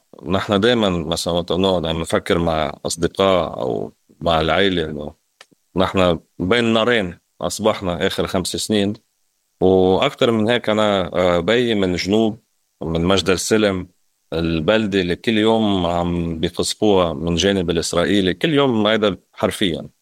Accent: Russia; Arabic is a second language; now in Beirut, Lebanon; نروحها ولو إجازة صغيرة نشوف قرايبينا، و بالمبدأ لبنتي لتشوف روسيا وبتضل يعني إلى انتماء لبلدها.

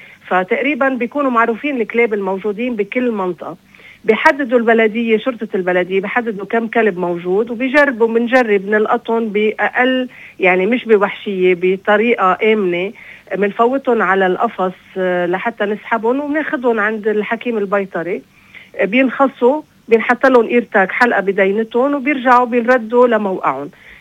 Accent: Syria; now in Lebanon; يعني فالخطة هي، أنا سوري عم برجع لأنه من وجعي عم بحكي

